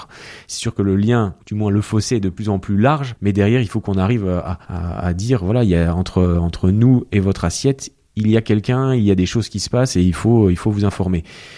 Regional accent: Grand Est, France; Alors chez nous en Moselle, c'est pas le cas.

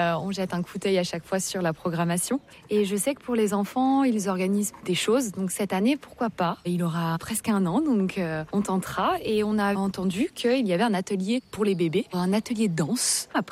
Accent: Embrun, Provence-Alpes-Côte d'Azur, France; Moi, je suis d'Embrunay, donc je connais un petit peu effectivement ce qui se fait

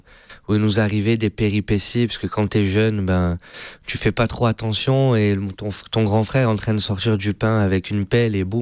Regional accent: Nice, Provence-Alpes-Côte d'Azur, France; c'est un garçon de Nice. Je suis né à Nice.

